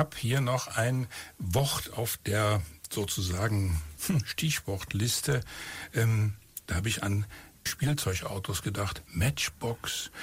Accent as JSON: {"language": "German", "town": "Cologne", "region": "North Rhine-Westphalia", "country": "Germany", "said": "auch wenn wir uns als Kölsche für den Nabel der Welt halten"}